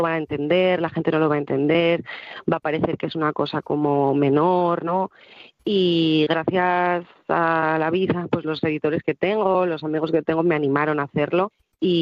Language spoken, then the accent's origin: Spanish; Asturias, Spain; escribir en asturiano y escribir como escribían como habla la gente, claro, de mi alrededor, la gente de mi pueblo.